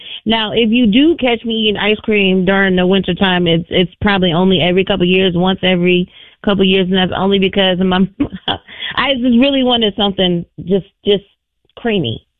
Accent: California, United States; now in Minnesota, United States; I'm from Cali.

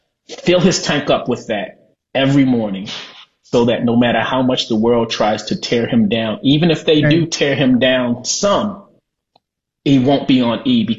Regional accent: Baltimore, Maryland, United States; moved away; also born or lived in Los Angeles; growing up in Baltimore, being on the receiving end of excessive force by the police. My time living in LA, being on the receiving end of excessive force by the police.

